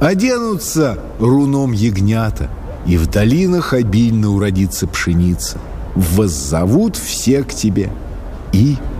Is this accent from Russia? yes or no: yes; Moscow, Russia; Нет, я потомственный москвич.